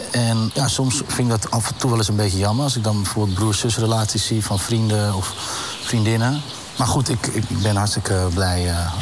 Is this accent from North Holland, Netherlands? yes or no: yes; Zandvoort, North Holland, Netherlands; also born or lived in Haarlem; Ik kom uit Zandvoort. Geboren in Haarlem, opgegroeid in Zandvoort.